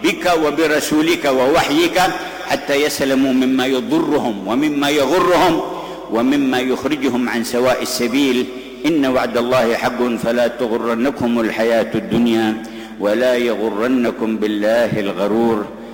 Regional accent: Yemen; في بلدتنا ثم في يمننا

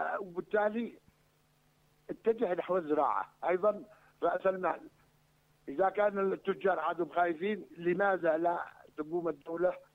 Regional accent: Yemen

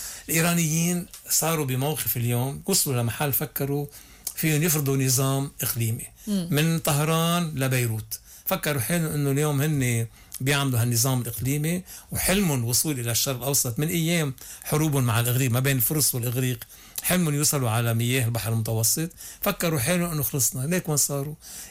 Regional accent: Lebanon; عندنا بلبنان

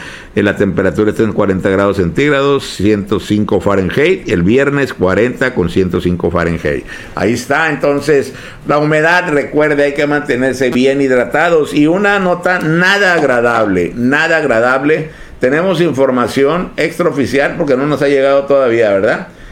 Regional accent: the Valley, Baja California, Mexico; somos del Valle

